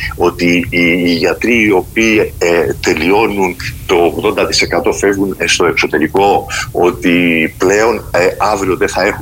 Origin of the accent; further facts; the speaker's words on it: Greece; Γιατί και εγώ Ακητινός είμαι εδώ πέρα, μεγάλωσα, εδώ είναι η ζωή μου, το αγαπάω το νησί μου.